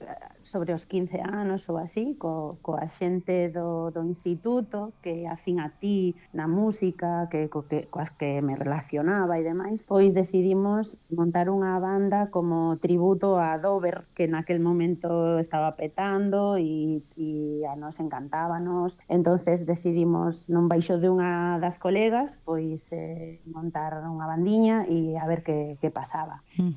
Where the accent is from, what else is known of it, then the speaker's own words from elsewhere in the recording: Santiago de Compostela, Galicia, Spain; now in Redondela, Spain; aquí onde vivo agora, en Redondela, porque eu son de Compostela, pero fai 19 anos que estou vivindo en Redondela